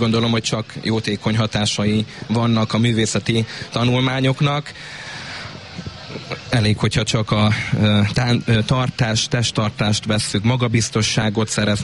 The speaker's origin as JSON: {"language": "Hungarian", "town": "Túrkeve", "region": "Jász-Nagykun-Szolnok", "country": "Hungary", "tie": "born or raised there", "said": "itt a szülővárosomban"}